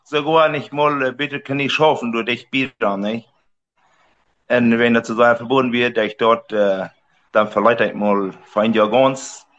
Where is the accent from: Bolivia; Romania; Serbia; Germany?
Bolivia; Riva Palacio, Santa Cruz; also born or lived in Mexico; Und wir sind in Mexiko geboren und dann sind wir in Bolivien gekommen, 70. Und dann sind wir in der Knie abgewachsen, in den Riva Palacio Knie, bei den Vrechas.